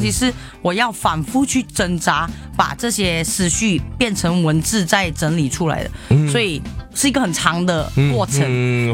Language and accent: Chinese; Malaysia; 其实是我国家马来西亚马来语的一个语言，然后它的意思是乡村的女孩，就是从一个小乡村出来的人这样子。因为我是在小乡村长大的那个地方，在我小的时候它是没有红绿灯，没有高楼大厦